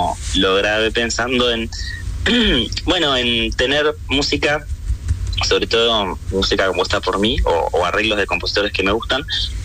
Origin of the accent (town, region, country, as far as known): Argentina